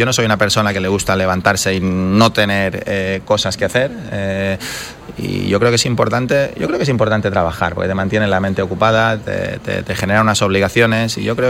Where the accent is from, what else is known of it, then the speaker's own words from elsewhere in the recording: Spain; evidentemente el fútbol como buen español pues es una pasión